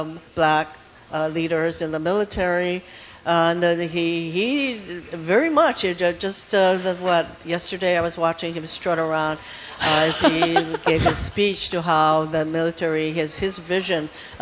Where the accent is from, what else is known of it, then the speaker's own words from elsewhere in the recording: Hawaii, United States; because, you know, I'm this kid from Hawaii.